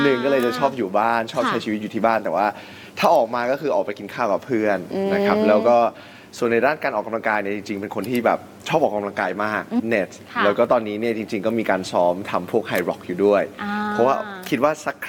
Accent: Bangkok, Thailand; ก็คือเกิดและโตที่บางขุนเทียนเลยครับ

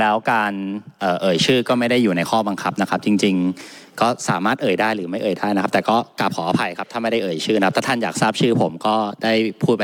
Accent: Phra Nakhon Si Ayutthaya, Thailand; สมาชิกสภาผู้แทนราษฎรจากจังหวัดพระนครศรีอยุธยาเขต4นะครับเป็นคนอยุธยาแท้ๆเลยครับ

